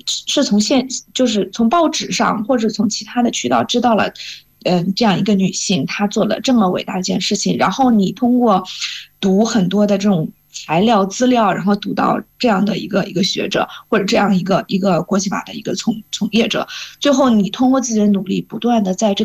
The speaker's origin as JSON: {"language": "Chinese", "country": "China"}